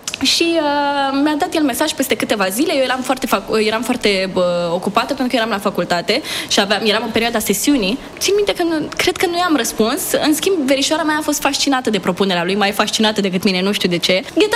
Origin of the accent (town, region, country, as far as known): Iași, Iași County, Romania